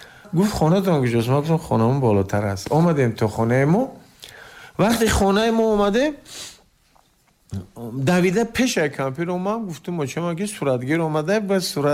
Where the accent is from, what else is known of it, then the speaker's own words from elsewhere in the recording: Navobod, Khatlon, Tajikistan; moved away; Тахминан қишлоқи мо Навобод ном дорад.